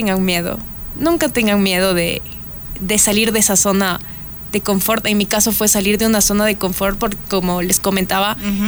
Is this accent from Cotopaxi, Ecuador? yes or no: no; Puéllaro, Pichincha, Ecuador; Yo soy de Puellar.